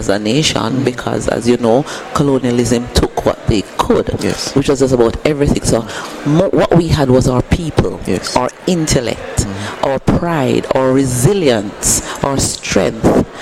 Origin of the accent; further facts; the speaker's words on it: Jamaica; I'm your sister, I'm from Jamaica